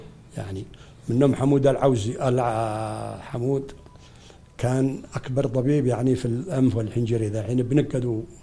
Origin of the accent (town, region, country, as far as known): Yemen; also born or lived in Kyiv